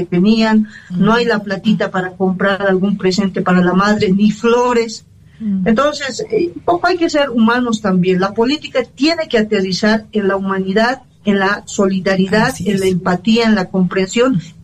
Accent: El Alto, La Paz, Bolivia; a mí me indigna como alteña, como paseña, como boliviana

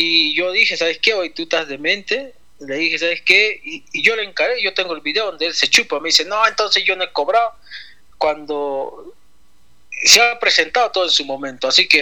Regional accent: Pangoa, Junín, Peru; moved away as an adult; now in Huancayo, Peru; Yo vivo acá en Huancayo, yo soy pangolino y me da lástima, me da pena, me da cólera no poder pisar mi pueblo en paz.

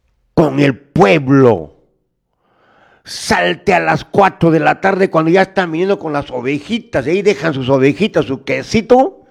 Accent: Candarave, Tacna, Peru; soy de Candarave, caramba, donde están los majestuosos volcanes del Tutupac y Ucamani

